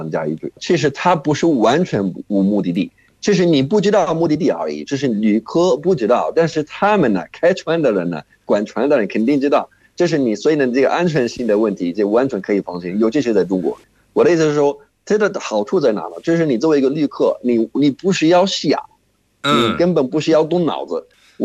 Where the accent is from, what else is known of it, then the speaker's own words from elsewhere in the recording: Jordan; Chinese is a second language; 在约旦呢，其实跟中国的我觉得有点不同的是，咱们一般要是去旅游的话